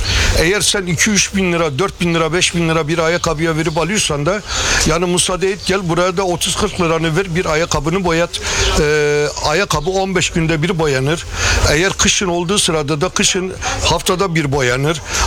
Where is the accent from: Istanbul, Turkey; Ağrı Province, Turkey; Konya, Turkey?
Ağrı Province, Turkey; Ağrı; also born or lived in Ankara; now in Aydın, Turkey; Benim aslen memleketim Ağrı. Ağrı'dan Ankara'ya geldik, Ankara'dan da buraya geldik. 77'den beri buradayız.